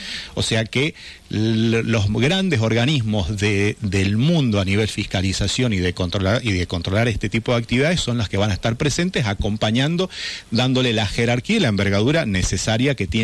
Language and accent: Spanish; Argentina